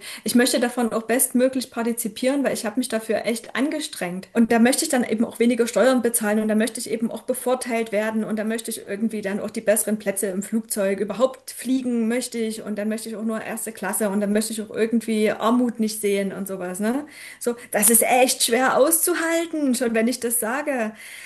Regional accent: Saxony, Germany; born there; moved away; ich komme aus dem Erzgebirge und bin auch ganz anders aufgewachsen und erzogen

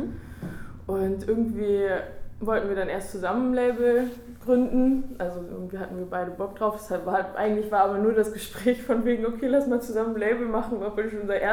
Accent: Berlin, Germany; born there; moved away as an adult; now in Hamburg, Germany; Ich bin eigentlich geboren in Berlin, aber habe studiert in Hamburg Modedesign

